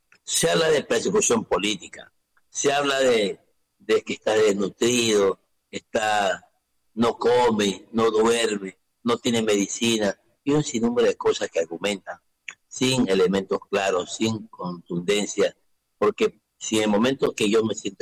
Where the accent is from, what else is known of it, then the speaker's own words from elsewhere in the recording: Ecuador; somos los ecuatorianos.